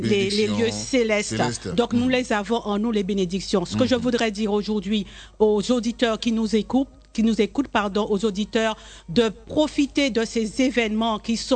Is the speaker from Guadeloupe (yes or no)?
yes; Guadeloupe; Je suis originaire de la Guadeloupe.